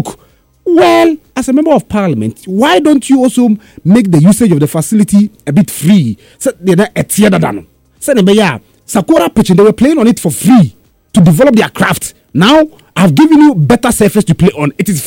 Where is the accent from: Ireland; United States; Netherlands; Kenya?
Kenya; Uasin Gishu County; you can go to maybe my hometown of Uasin Gunzo, Methodist Park, or there's a park.